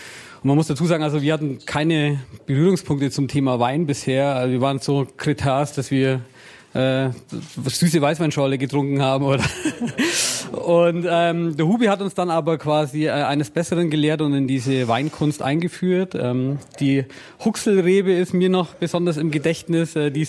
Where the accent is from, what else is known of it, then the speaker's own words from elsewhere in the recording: Fischen, Bavaria, Germany; moved away as an adult; now in Nuremberg, Germany; Genau, ich komme aus einem Dorf in der Nähe von Oberstdorf. Fischen heißt es.